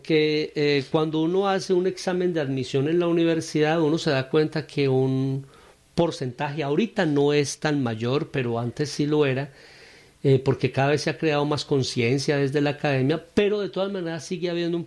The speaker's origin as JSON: {"language": "Spanish", "country": "Colombia", "lives_now": "Medellín, Colombia", "said": "nosotros no tenemos un solo teatro en Colombia de ópera."}